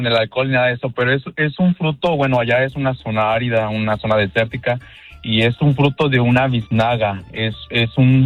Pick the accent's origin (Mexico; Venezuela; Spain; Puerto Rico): Mexico; San Luis de la Paz, Guanajuato; yo soy originario de San Luis de la Paz, ahí en el estado de Guanajuato